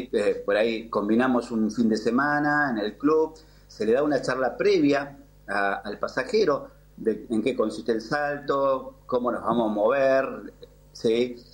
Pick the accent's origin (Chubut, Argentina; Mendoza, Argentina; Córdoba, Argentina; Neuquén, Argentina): Neuquén, Argentina; Somos de Neuquén, pero bueno, estamos haciendo la actividad ahí en el aeroclub de Allen.